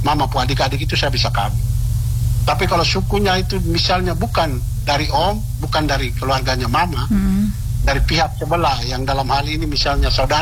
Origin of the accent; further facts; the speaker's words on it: Lembata, East Nusa Tenggara, Indonesia; bagi kami orang Lembata, yang setiap tahun kami rutin melaksanakan budaya pesta kacang atau misalnya penangkapan ikan paus atau nale